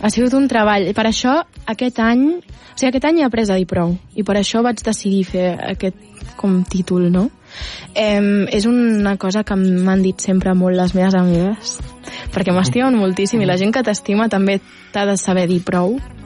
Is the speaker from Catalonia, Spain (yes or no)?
yes; Barcelona, Catalonia, Spain; Soc del Poble Nou de tota la vida. Uh-huh. Sí, sempre he sigut del Poble Nou i quan era petita era molt gris el Poble Nou, realment, i només hi havia àvies i farmàcies